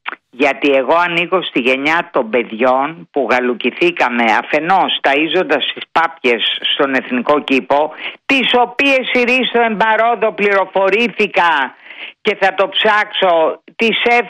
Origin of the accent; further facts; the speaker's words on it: Athens, Attica, Greece; εγώ μεγάλωσα και στο Ζάπιο.